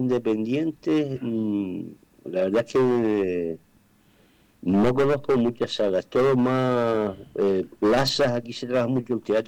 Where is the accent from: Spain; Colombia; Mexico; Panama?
Spain; Canary Islands; Los canarios somos muy de latinos.